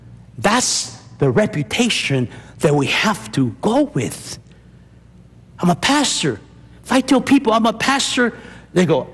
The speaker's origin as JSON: {"language": "English", "town": "Montebello", "region": "California", "country": "United States", "said": "I'm from Montebello."}